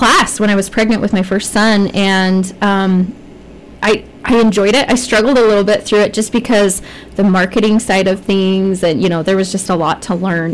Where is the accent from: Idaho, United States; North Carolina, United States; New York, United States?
Idaho, United States; also born or lived in Las Vegas, Nevada; My parents moved here in 1996, I believe, and came from Las Vegas. They're Idaho natives. I'm not. I was born in Las Vegas, so it was quite a shock to move here, but I transitioned well. I love it. I started school here.